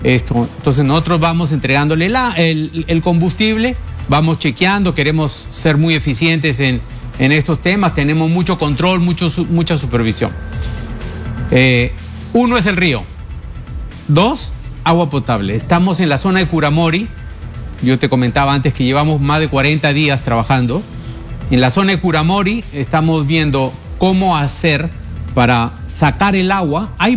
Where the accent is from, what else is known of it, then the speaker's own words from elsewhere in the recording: Piura, Peru; born there; Yo he vivido en Piura. Yo recuerdo haber estado en mi casa cuando yo tenía 8 años y ver las cosas flotando.